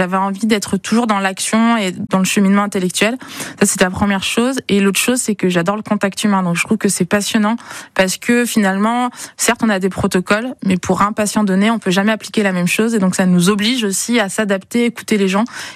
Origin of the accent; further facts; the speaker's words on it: Limoges, Nouvelle-Aquitaine, France; born there; also born or lived in Itabuna, Brazil; Je suis née au Brésil, dans une petite ville qui s'appelle Itabuna, et donc j'ai été adoptée à un mois avant d'arriver directement à Limoges